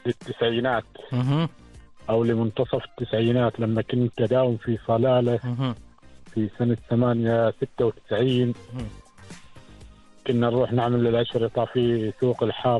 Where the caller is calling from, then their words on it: Nizwa, Ad Dakhiliyah, Oman; من ولايه نزوه.